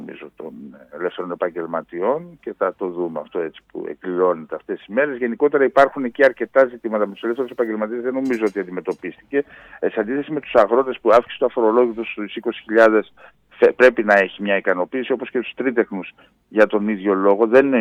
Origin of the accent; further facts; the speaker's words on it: Konitsa, Epirus, Greece; στα μέρη μου πάνω, στην Κόνιτσα, εκεί στην Ήπειρο